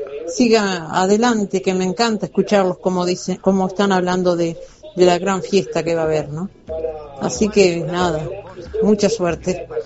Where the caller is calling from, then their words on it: Pando, Canelones, Uruguay; de Pando.